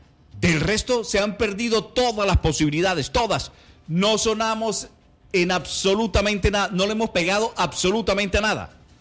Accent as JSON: {"language": "Spanish", "town": "Montería", "region": "Córdoba", "country": "Colombia", "said": "Solamente la ciudad de Montería, mi tierra, amada, querida, mi amada Montería"}